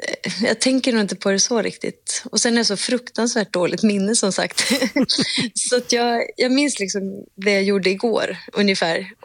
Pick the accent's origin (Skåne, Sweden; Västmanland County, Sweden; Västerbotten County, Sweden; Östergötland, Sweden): Västerbotten County, Sweden; Umeå; Och jag är ju från Umeå. Och gick på, då hette det ju inte kulturskolan, det hette det musikskolan.